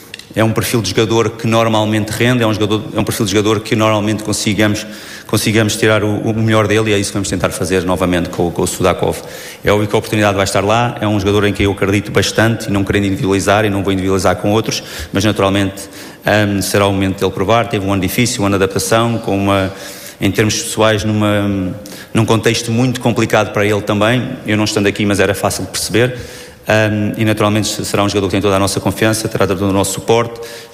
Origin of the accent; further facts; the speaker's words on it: Portugal; moved away; como português, como equipa técnica portuguesa, como treinador português